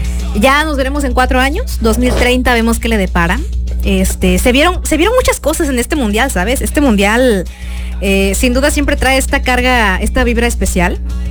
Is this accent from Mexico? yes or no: yes; Mexico; como buenos mexicanos, aguerridos